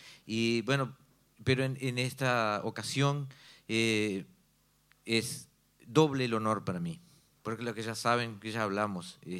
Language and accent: Spanish; Uruguay; Yo soy de La Frontera.